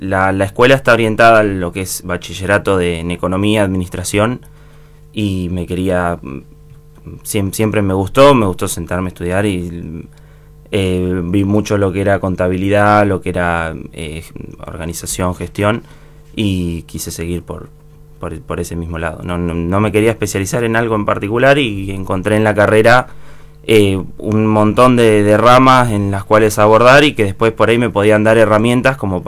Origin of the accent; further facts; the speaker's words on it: Bahía Blanca, Buenos Aires Province, Argentina; Yo nací acá en Bahía.